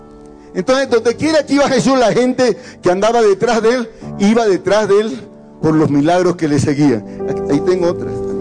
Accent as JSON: {"language": "Spanish", "country": "Bolivia", "tie": "born there", "also_born_or_lived": "Honduras", "moved": "yes", "said": "yo soy nacido aquí en Bolivia, pero vivía en Honduras, en el extranjero."}